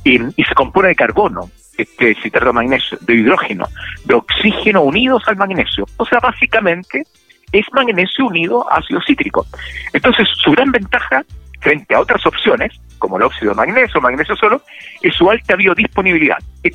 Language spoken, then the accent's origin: Spanish; Chile; Y los chilenos y las chilenas, todos estamos acostumbrados a esto.